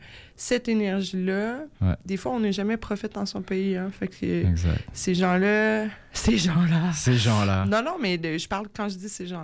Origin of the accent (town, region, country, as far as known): Montreal, Quebec, Canada; moved away as an adult; now in Quebec City, Canada